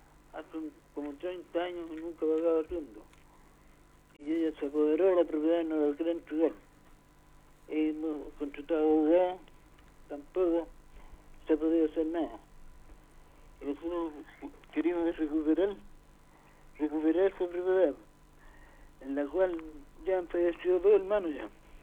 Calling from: Villa Alemana, Valparaíso, Chile; de Villa Alemana.

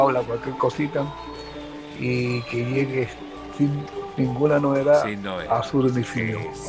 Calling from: Viña del Mar, Valparaíso, Chile; de la Villa Independencia de Viña del Mar.

